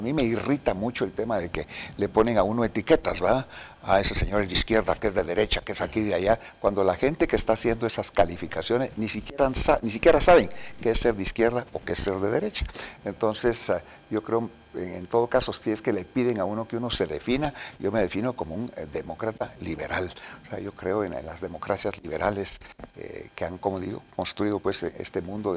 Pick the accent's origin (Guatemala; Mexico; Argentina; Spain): Guatemala; yo no soy gringo, yo soy guatemalteco.